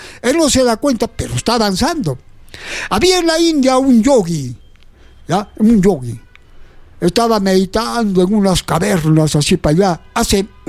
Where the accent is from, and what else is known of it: Peru